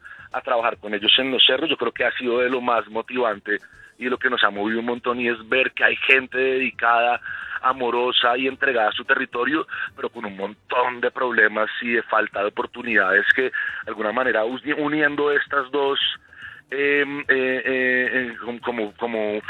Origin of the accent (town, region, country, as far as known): Bogotá, Colombia